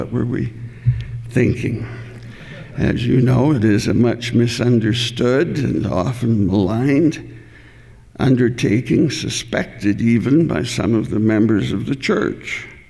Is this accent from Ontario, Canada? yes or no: no; Edmonton, Alberta, Canada; born there; moved away; My mother and father and I were members of the First Presbyterian Church of Edmonton.